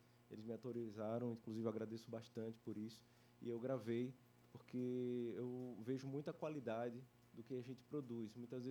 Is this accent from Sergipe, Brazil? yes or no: yes; Simão Dias, Sergipe, Brazil; also born or lived in Lagarto; Eu sou de Simão Dias, né, passei muito tempo também em Lagarto, né, transitando por aqui, conhecendo pessoas.